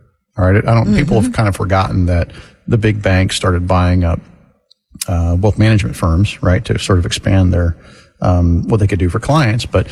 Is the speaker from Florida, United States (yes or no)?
yes; Florida, United States; I grew up in Florida.